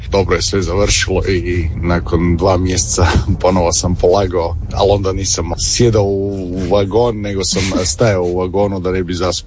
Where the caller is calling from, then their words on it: Zagreb, City of Zagreb, Croatia; 17 godina, imao sam polaganje za motor, ali u Križicima, a ja sam iz Zagreba.